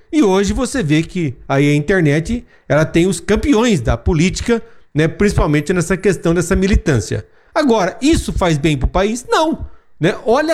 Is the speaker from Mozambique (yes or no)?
no; Brazil; nós somos brasileiros e gostamos muito de futebol